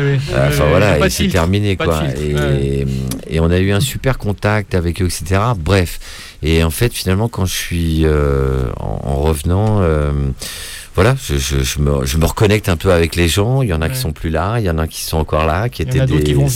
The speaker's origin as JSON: {"language": "French", "town": "Malakoff", "region": "Île-de-France", "country": "France", "tie": "born or raised there", "lives_now": "Les Lilas, France", "said": "Moi, j'ai grandi en banlieue, hein, je viens de Malakoff, j'ai grandi à. Voilà, et j'habite au Lila maintenant."}